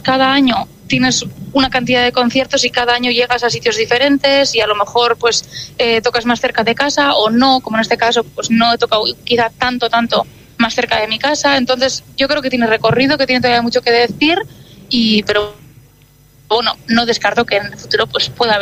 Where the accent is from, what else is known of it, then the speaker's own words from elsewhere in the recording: Durango, Basque Country, Spain; first language Basque; Spanish is a second language; hemos tocado en Durango, en mi pueblo